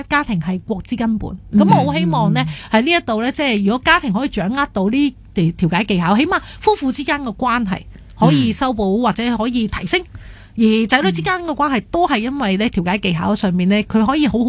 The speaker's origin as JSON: {"language": "Cantonese", "country": "Hong Kong", "said": "我哋香港人都可以做到內地嘅即係法院入面去幫手。"}